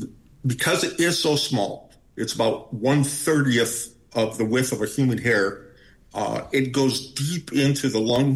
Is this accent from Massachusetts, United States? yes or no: no; Syracuse, New York, United States; moved away as an adult; now in Manistee, United States; I grew up in Syracuse, New York